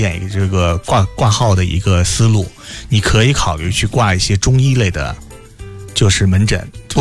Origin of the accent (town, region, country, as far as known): China